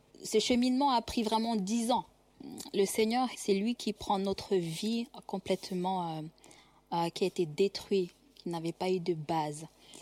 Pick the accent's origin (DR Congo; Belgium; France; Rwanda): Rwanda; Western Province; born there; Je suis née au Rwanda, dans la région de Kyangugu. Nous étions anciennement catholiques.